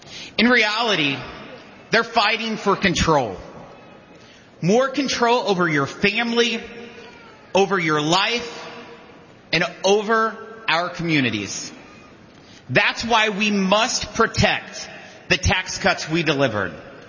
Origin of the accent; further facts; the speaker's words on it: Missouri, United States; I'm a hillbilly from the Ozarks. I have the honor to represent Southeast Missouri in Congress, which is where my family has been for 7 generations.